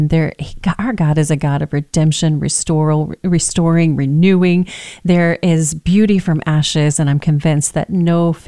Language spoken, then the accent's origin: English; Texas, United States; accent: Southern; I'm a little bit Southern. I'm a Texan, born and raised